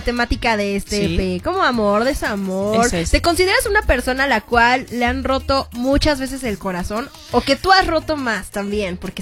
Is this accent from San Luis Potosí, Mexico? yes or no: no; Acapulco, Guerrero, Mexico; Yo soy de Acapulco, Guerrero, que es una playa, entonces yo soy costeña, sirena, nací